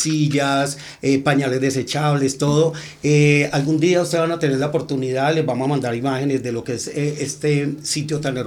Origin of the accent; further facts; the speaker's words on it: Antioquia, Colombia; somos realmente paisas